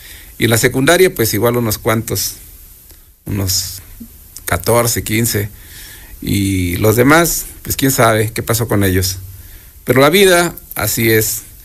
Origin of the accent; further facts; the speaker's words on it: Izúcar de Matamoros, Puebla, Mexico; muchos recuerdos maravillosos para los que somos de aquí de Izúcar